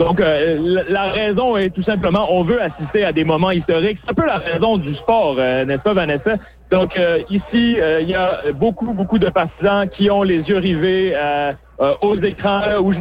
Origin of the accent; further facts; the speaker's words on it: Canada; c'est sûr que la majorité des gens sont super contents de voir la Coupe du monde ici à Toronto, en tant que Canadien.